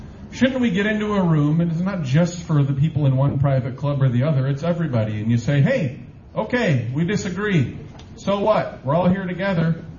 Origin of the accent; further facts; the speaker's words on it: Decorah, Iowa, United States; I was born and raised in Decorah, northeast Iowa. So dad's family got off the boat from Norway in the 1800s and went to Winnesheek County and has been hanging out there ever since. And my mom is a mutt from Cedar Rapids.